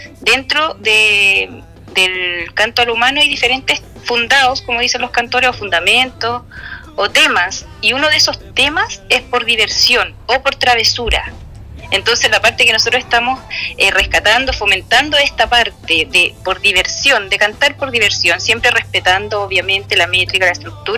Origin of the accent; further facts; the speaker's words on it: O'Higgins, Chile; Sí, estoy en mi pueblo, en el Lago Cornejo.